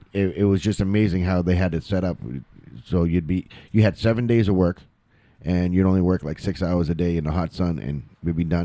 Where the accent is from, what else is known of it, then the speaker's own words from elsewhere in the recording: Massachusetts, United States; now in New Hampshire, United States; I'm a transplant from Massachusetts.